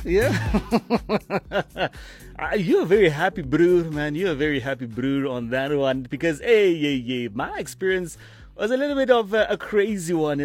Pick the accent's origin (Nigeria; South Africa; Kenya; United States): South Africa; Gauteng; I'm from Gautama, right?